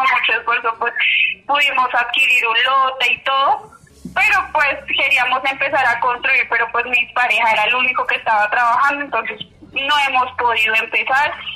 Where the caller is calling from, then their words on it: Duitama, Boyacá, Colombia; Desde Duitama, Boyacá.